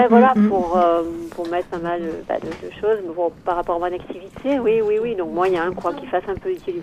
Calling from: Auvergne-Rhône-Alpes, France; J'habite dans la Drôme.

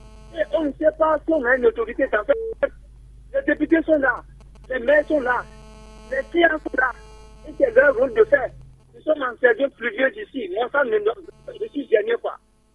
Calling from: Parakou, Borgou, Benin; Je suis à Banikani 3 ici, Banikani 3.

